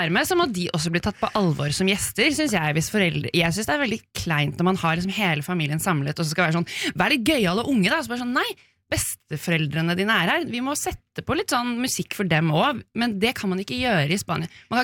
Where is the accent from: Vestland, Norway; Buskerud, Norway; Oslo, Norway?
Oslo, Norway; For jeg er fra Oslo Vest